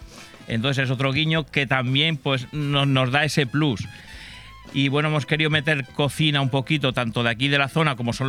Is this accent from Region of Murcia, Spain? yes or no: no; Huéscar, Andalusia, Spain; moved away; de allí, de mi tierra, de Huéscar, de Granada